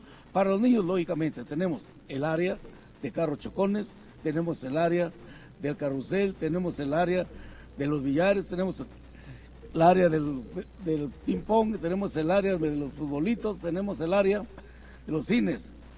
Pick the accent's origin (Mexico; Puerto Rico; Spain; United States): Mexico; Puebla; soy poblano